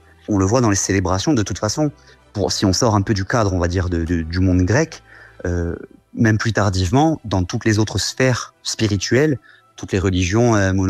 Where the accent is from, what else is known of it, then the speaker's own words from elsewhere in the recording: Corsica, France; chez nous en Corse.